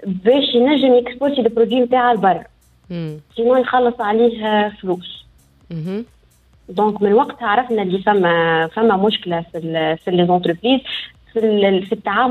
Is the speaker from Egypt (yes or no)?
no; Tunisia; ليكوسيستيم اللي عندنا في تونس